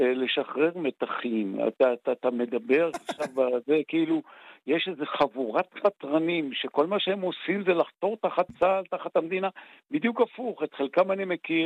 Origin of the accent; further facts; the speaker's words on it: Ein Gev, Northern District, Israel; born there; תקשיב, אני נולדתי בקיבוץ עין גב. קיבוץ עין גב, בזמן שאני נולדתי, היה הקצה המזרחי של מדינת ישראל, מעלינו סורים, מלפנינו סורים ומאחרינו הכנרת.